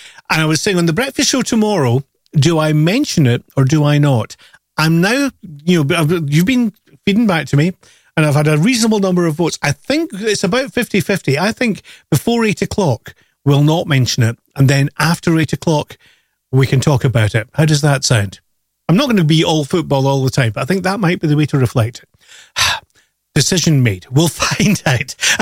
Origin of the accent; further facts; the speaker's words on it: Scotland, United Kingdom; I'm staying up late tonight to watch the Scotland game because, as you can tell, I'm Scottish.